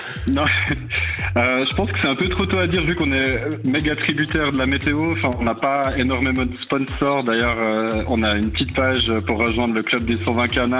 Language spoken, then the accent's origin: French; Fribourg, Switzerland; now in La Tour-de-Trême, Switzerland; je suis un broyard de base, je viens de Fou